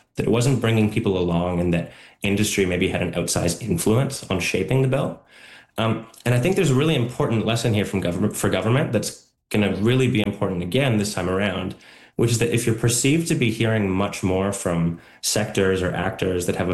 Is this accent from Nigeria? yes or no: no; British Columbia, Canada; As a resident of BC and as a Canadian